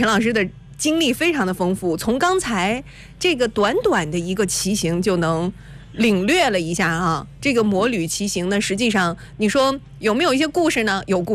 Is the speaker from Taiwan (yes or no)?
no; Shandong, China